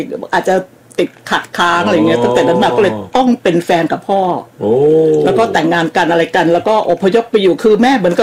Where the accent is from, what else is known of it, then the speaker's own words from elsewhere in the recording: Chumphon, Thailand; born there; first language Central Thai; also born or lived in Sawi / Lang Suan; เกิดที่ชุมพรฮะเกิดที่บ้านนะฮะแต่ก่อนไม่ได้เกิดที่โรงพยาบาล